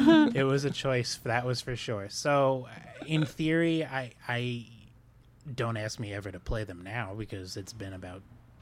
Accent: New York, United States; now in Louisiana, United States; I did grad. I did all my schooling in New York.

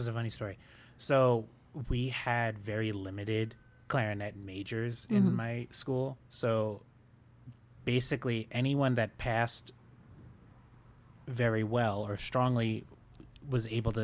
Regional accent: New York, United States; now in Louisiana, United States; I did grad. I did all my schooling in New York.

